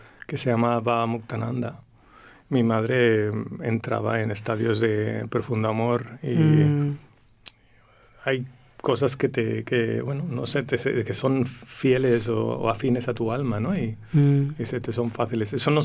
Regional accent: Sabadell, Catalonia, Spain; born there; También en Barcelona, en Sabadell.

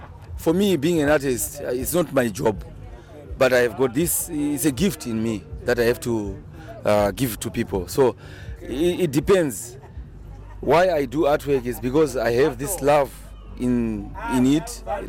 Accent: Zimbabwe; now in Vienna, Austria; I come from Zimbabwe

